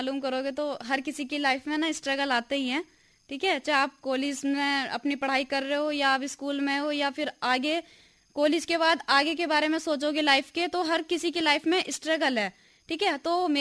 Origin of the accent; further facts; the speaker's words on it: Uttar Pradesh, India; नजीबाबाद के पास एक गाँव पड़ता है इससेपुर, वहाँ की मैं रहने वाली हूँ